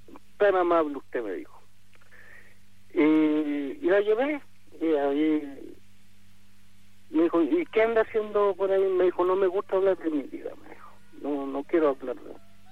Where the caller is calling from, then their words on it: Calama, Antofagasta, Chile; No, vengo de Calama. O sea, trabajo acá en Calama.